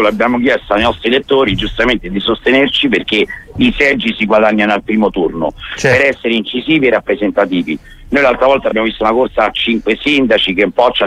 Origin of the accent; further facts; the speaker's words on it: Zagarolo, Lazio, Italy; also born or lived in Valle Martella; Io che sono cresciuto a Zagarolo, andato a scuola a Zagarolo dalla prima elementare, sono ancora il forestiero di Valle Martella